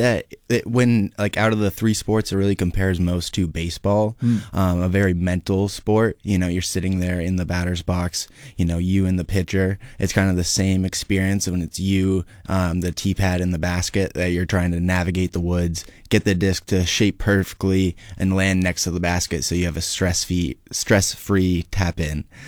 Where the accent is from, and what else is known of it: Jeffersonville, Vermont, United States; born or raised there